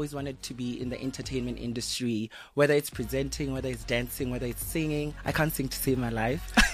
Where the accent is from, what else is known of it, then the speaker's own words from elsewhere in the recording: Limpopo, South Africa; growing in Limpopo was super fun. It was nice.